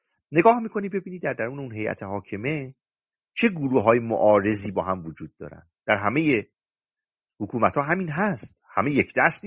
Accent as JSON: {"language": "Persian", "country": "Iran", "said": "ما ایرانیان هم سعی کردیم تن بدیم به این تقدس"}